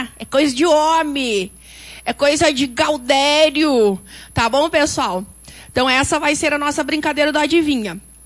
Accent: Brazil; eu sou brasileiro

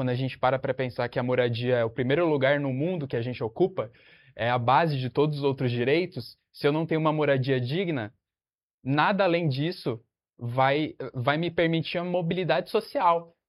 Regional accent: São Paulo, Brazil; Eu fui criado na Zona Oeste, região próxima ali de Pinheiros.

